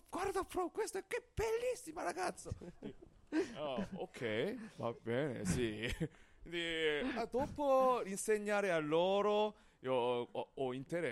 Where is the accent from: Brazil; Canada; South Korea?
South Korea; Italian is a second language; now in Italy; loro piace tanto il Hallyu, e quella la nostra cultura.